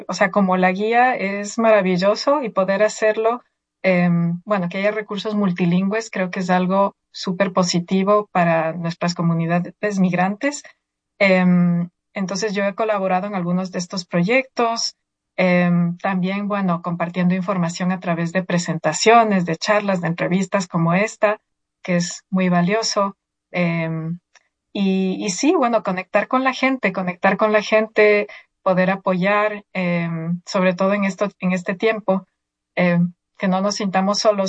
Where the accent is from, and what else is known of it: Ecuador; moved away as an adult; now in United States